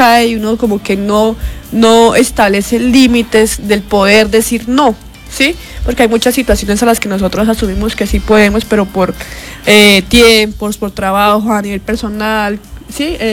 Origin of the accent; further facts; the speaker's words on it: Sabana de Torres, Santander, Colombia; moved away; yo soy de un pueblito, yo soy de Sabana de Torres, Sabana, que es un hermoso pueblito.